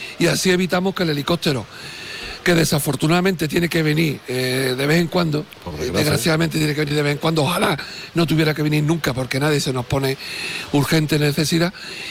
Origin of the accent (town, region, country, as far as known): San José del Valle, Andalusia, Spain